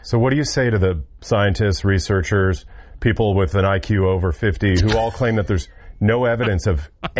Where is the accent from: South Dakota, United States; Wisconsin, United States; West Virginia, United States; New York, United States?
New York, United States; Jamaica, Queens; born there; Well, I was born in Jamaica, Queens. I have family in Floral Heights.